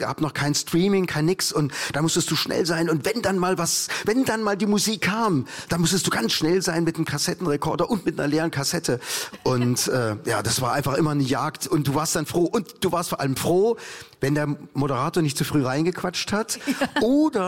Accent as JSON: {"language": "German", "town": "Leipzig", "region": "Saxony", "country": "Germany", "tie": "born there", "said": "Ich bin ja gebürtiger Ossi, Leipziger."}